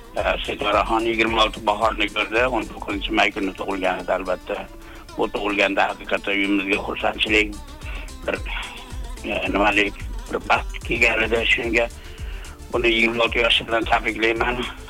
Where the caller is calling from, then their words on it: Shahrixon, Andijan Region, Uzbekistan; Men Shahxondan